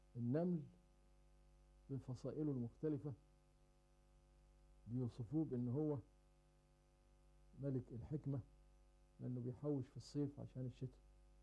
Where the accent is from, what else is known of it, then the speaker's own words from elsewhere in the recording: Egypt; عندنا في مصر